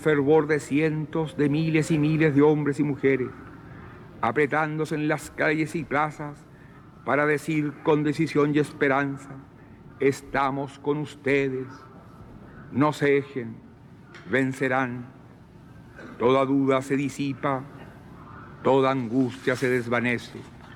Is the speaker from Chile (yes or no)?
yes; Chile; Vengo de Chile, un país pequeño, pero donde hoy cualquier ciudadano es libre de expresarse como mejor prefiera